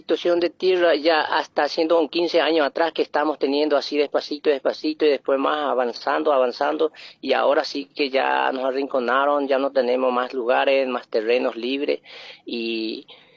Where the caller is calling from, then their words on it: Boquerón, Paraguay; acá en el departamento de Boquerón, zona Pedro Pepeña, El Solitario se llama el lugar denominado donde estamos nosotros. Hay una escuela que es número 4900, El Solitario.